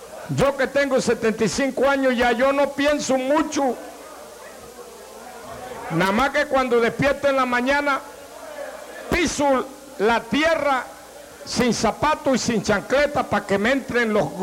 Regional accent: Monagrillo, Herrera, Panama; para Monagrillo, para mi pueblo

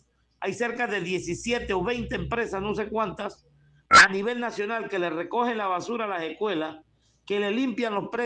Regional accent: Panama; somos seres humanos y somos panameños.

